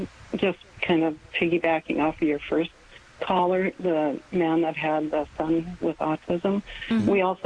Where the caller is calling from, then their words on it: North Dakota, United States; but I'm from North Dakota